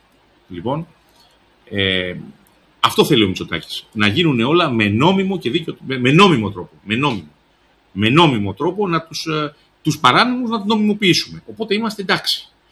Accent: Ioannina, Epirus, Greece; εγώ είμαι Σουλιώτης και είμαι για την Περάτη Ιωαννίνων. Δεν είμαι από τις Θεσσαλίες, ούτε οι γονείς μου μέναν στο Χαλάνδι και στο ψυχικό.

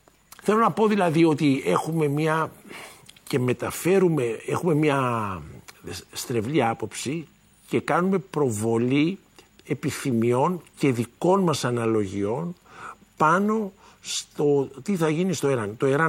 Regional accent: Greece; σε σχέση με τα συμφέροντα της χώρας μου.

